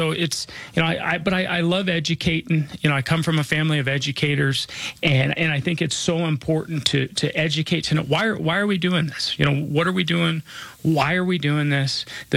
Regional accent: Denver, Colorado, United States; I was born and raised here in Denver.

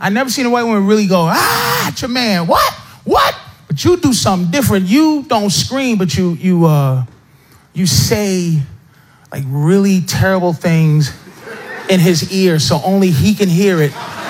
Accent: Boston, Massachusetts, United States; I'm from Boston, man. I got a PhD in white people, man. I grew up around them.

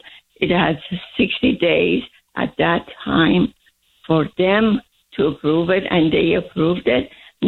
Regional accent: Turkey; now in United States

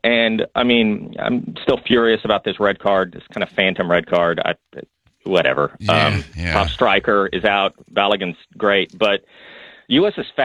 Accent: Texas, United States; I grew up in Texas. I'm aware of what Bucky's is.

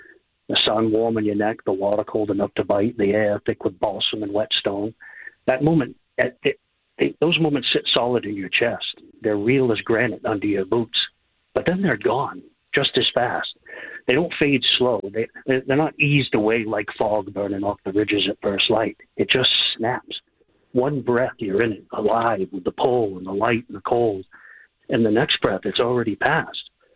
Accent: New Hampshire, United States; I'm just like you, born and bred here. I grew up mostly in the Lakes region early on, small towns, dirt roads and woods that taught me early.

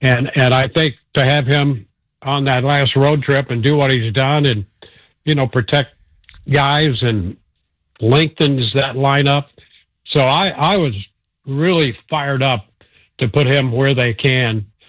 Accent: Midwest, United States; I go all the way back to the 60s. You know, I grew up in the Midwest.

